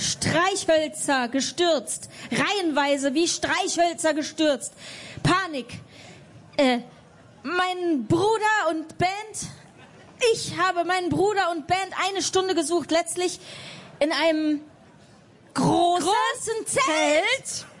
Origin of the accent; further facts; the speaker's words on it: Lower Austria, Austria; Na, Jesus, ich bin aus Österreich, bei Krems.